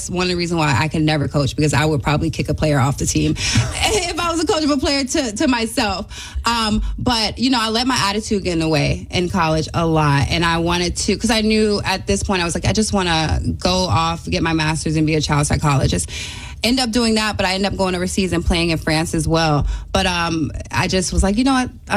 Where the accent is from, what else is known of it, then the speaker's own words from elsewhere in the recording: Vero Beach, Florida, United States; I'm from Vero Beach, Florida, and it's where the Dodgers used to spring train at.